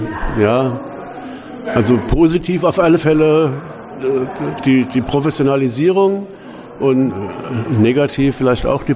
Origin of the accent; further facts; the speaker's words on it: Frankfurt, Hesse, Germany; wir Frankfurter DJs